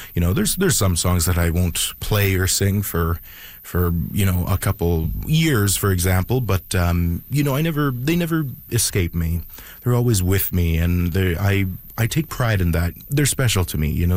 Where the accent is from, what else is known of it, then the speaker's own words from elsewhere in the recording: Sucker Creek, Alberta, Canada; I'm from Sucker Creek, but Big Stone is, I have lots of family from there.